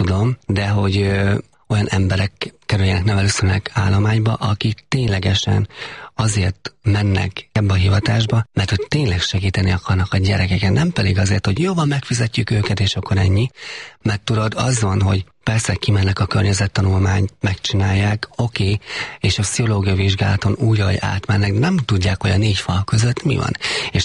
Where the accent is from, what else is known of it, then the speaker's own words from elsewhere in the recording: Heves, Hungary; Ugye Heves megyében nőttem föl. Az ottani rokonok vették meg a legtöbben.